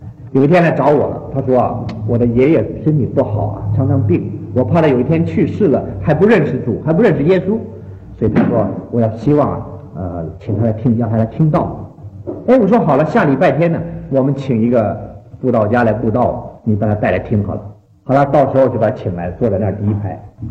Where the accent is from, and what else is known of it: China